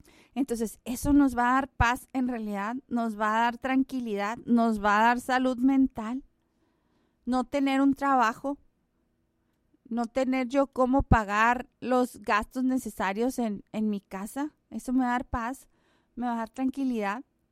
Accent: Mexico; nosotros como mexicanos

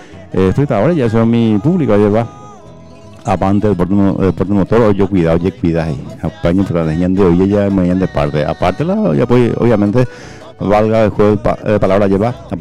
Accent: Paraguay; Y soy paraguayo, de tierra adentro.

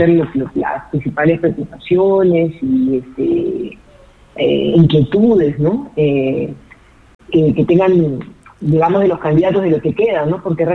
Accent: Peru

